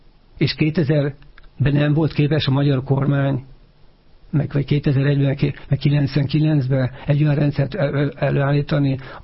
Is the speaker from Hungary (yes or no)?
yes; Hungary